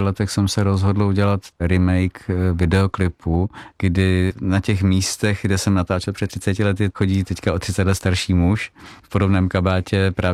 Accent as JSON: {"language": "Czech", "town": "Olomouc", "region": "Olomouc Region", "country": "Czechia", "tie": "born or raised there", "said": "se vzpomínkami na mé dětství ve Ztracené ulici, takže jedna ze stěžejních kapitol knížky Vůle žít je i Olomouc."}